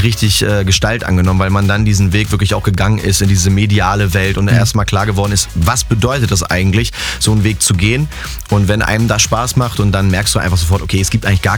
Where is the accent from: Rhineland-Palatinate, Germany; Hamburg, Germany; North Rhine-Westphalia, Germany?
Hamburg, Germany; ich komme ja aus Hamburg